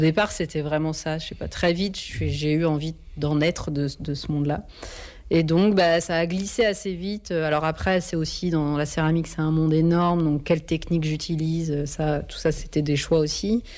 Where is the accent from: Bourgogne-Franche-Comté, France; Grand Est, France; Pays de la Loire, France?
Grand Est, France; Reims; moi, je suis originaire de Reims.